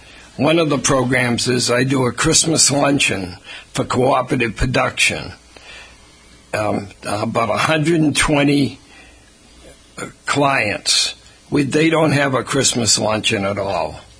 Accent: Taunton, Massachusetts, United States; I was born in Taunton. Long time ago during the war, 1942. I went to all public schools in Taunton and graduated from Taunton High School.

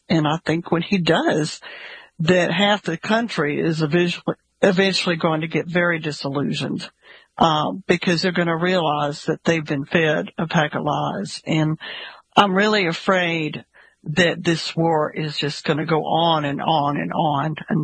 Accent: Georgia, United States; I'm from Georgia originally, and I really liked him because he would stand up to Trump

